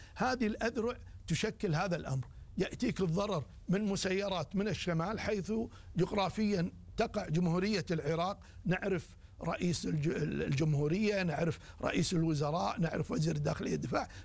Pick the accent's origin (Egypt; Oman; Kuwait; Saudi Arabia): Kuwait; لدي أنا بالكويت